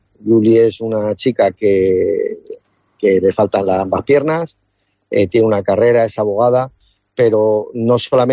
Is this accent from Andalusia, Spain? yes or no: no; Puertollano, Castilla-La Mancha, Spain; porque somos de Puerto Llano, somos, como decimos, hechos de acero, una ciudad minera, que nuestros orígenes sabemos cuáles son, de dónde venimos, a dónde vamos